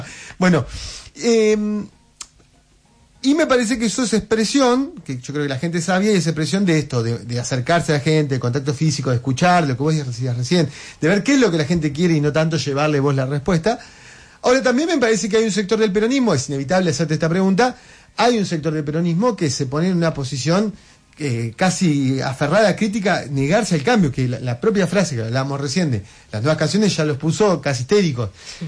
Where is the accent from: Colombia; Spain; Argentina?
Argentina; Bahía Blanca, Buenos Aires Province; yo soy de Bahía Blanca